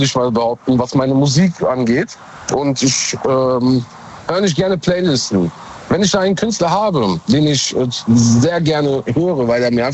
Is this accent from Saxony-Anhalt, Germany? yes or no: no; Mönchengladbach, North Rhine-Westphalia, Germany; Ich komme aus Gladbach, Mönchengladbach.